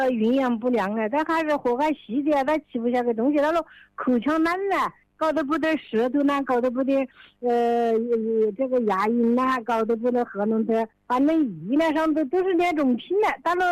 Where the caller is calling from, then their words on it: Tianmen, Hubei, China; 我们是这个天门多宝的。